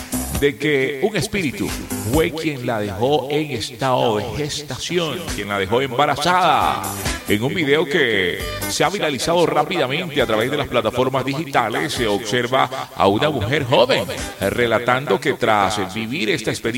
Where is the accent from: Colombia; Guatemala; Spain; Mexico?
Colombia